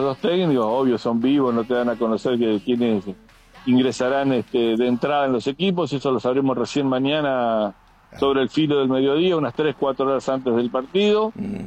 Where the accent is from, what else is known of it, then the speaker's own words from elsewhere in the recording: Argentina; Acá los estadounidenses no están acostumbrados, viste, a este tipo de locura que traemos nosotros desde la Argentina.